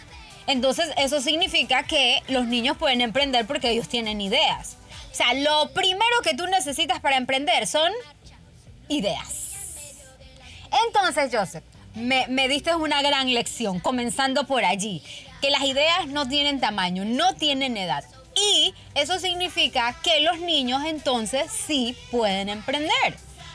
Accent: Colón, Panama; born there; moved away; mis papás viven en Colón y tienen muchos árboles frutales y cosas así. Entonces yo me fui para mi pueblo

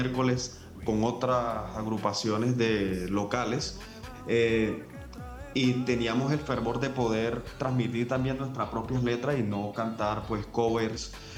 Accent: Valledupar, Cesar, Colombia; also born or lived in Tamalameque

